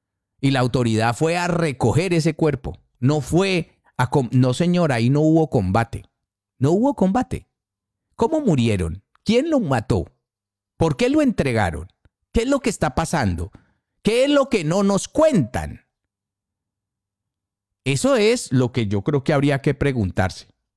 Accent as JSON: {"language": "Spanish", "country": "Colombia", "said": "somos buenos colombianos"}